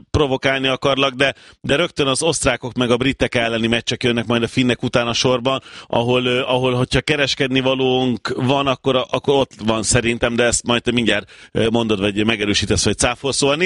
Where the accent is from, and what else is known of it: Hungary